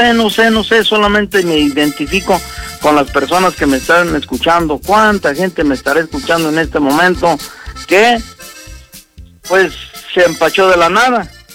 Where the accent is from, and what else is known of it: Mexico